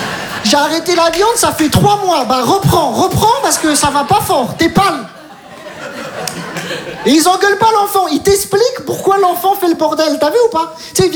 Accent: Metz, Grand Est, France; Je viens de Metz

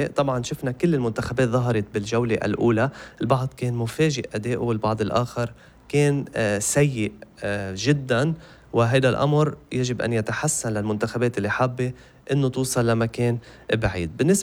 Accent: Lebanon; وبتهمنا كمان كلبنانيين

